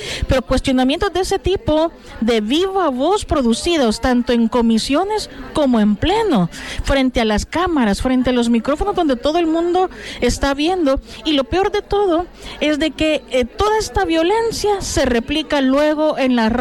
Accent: El Salvador; now in Spain; si soy española o no, o que por ser salvadoreña

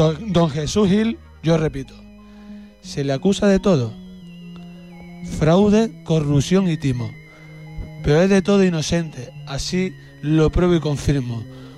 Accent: Andalusia, Spain

